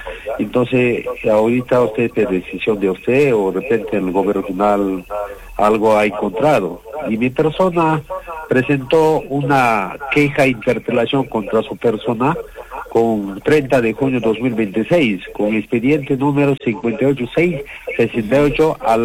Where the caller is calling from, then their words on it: Arequipa, Peru; Buenos días, señores periodistas. Buenos días … de Arquipa.